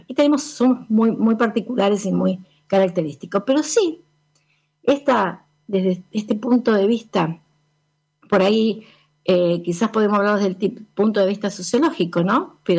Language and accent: Spanish; Argentina; con nuestra formación como sociedad argentina.